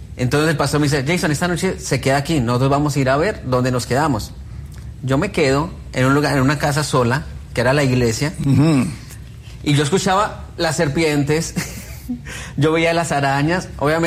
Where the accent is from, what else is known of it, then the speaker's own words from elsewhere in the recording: Soacha, Cundinamarca, Colombia; moved away; also born or lived in Bogotá; Yo soy de un pueblo llamado Soacha.